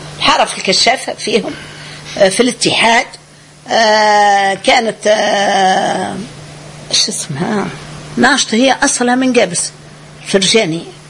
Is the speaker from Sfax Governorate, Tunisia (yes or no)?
no; Medenine, Tunisia